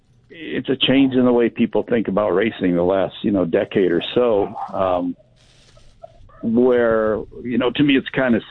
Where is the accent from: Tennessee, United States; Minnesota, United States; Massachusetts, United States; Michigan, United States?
Michigan, United States; moved away; The racetrack I grew up at in Michigan